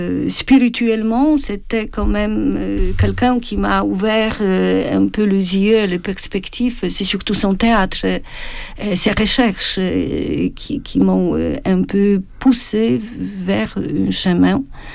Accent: Wrocław, Lower Silesian Voivodeship, Poland; moved away; Je suis de Wrocław

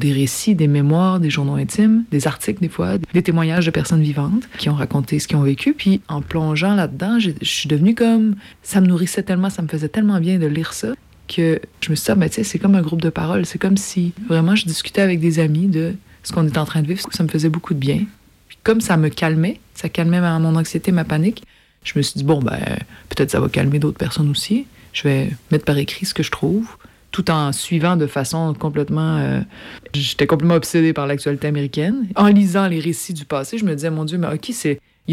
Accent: Canada; on est Canadien

